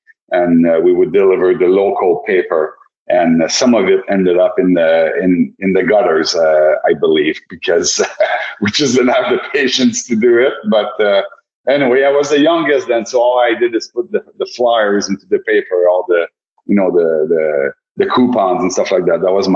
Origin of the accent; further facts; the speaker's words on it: Laval, Quebec, Canada; I was born in Laval, Quebec, up until 12 years old.